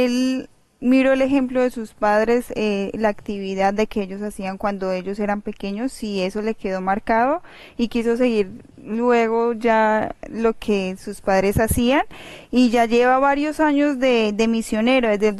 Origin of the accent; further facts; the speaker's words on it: Colombia; Roger es compatriota mío, también es colombiano, también como de la zona de donde yo soy, de la región.